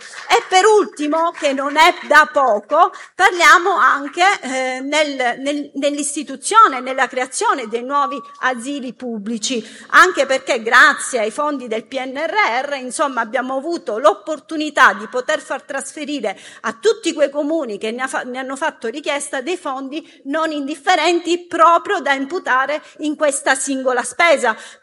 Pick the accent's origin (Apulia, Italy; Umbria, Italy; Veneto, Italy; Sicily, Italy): Sicily, Italy; in Sicilia, che è la mia terra